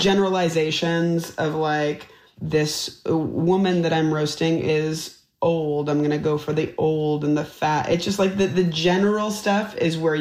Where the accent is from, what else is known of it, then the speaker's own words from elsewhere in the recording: Canada; Hello, my friends! I am Canadian!